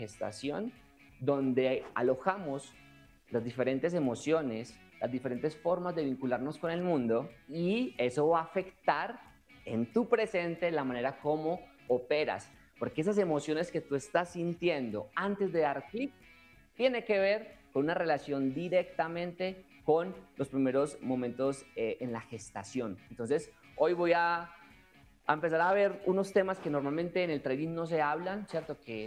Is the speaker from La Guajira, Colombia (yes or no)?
no; Medellín, Antioquia, Colombia; En mi caso, familia, vengo de Colombia, bueno que en mi acento me revela, vengo de Colombia de un contexto de mucha violencia.